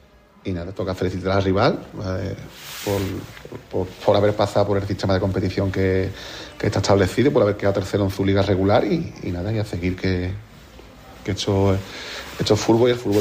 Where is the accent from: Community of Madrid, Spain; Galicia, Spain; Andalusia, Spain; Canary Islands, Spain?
Andalusia, Spain; Jerez de la Frontera; me he sentido querido aquí en mi club, en mi tierra, y nada, me jode no haber podido, bueno, seguir a la eliminatoria e intentar ascender con el club de mi ciudad